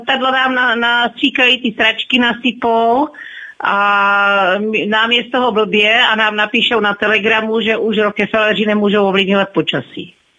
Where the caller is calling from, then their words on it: Otrokovice, Zlín Region, Czechia; z Otrokovic, vždycky jsem zdravila kluci z Plzně.